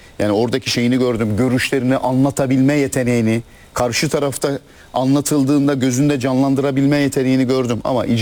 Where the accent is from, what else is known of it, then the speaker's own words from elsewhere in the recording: Alaşehir, Manisa, Turkey; Kendi kendime dedim ki Allah'ım, daha önce buraya acaba dedim bir Alaşehirli gelmiş midir? Ben Alaşehirliyim diye.